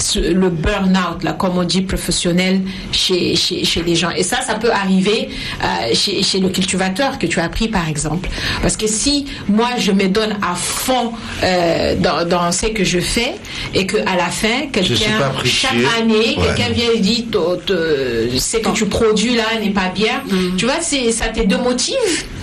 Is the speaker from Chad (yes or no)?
yes; Chad; also born or lived in United States / Senegal; now in France; j'ai vécu 13 années de ma vie à l'extérieur du Tchad, dont 9 années aux États-Unis, et quand je suis rentrée